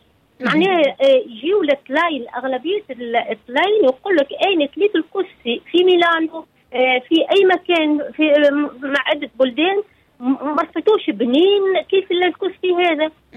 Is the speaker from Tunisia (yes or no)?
yes; Tunisia; now in Italy; احنا كسكسينا ما شاء الله عليه، يعني كسكسي تونسي